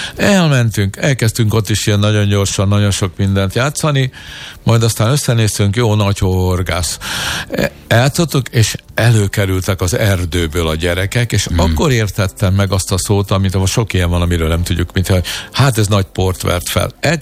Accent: Hungary; mi magyar gyerekek vagyunk

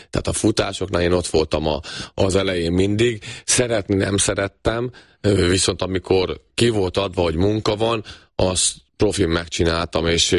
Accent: Kaposvár, Somogy, Hungary; born there; Kaposváron születtem, és még 12 évesen az volt az álmom, hogy egyszer Rákóczi-ba játszhassak, ami sikerült is

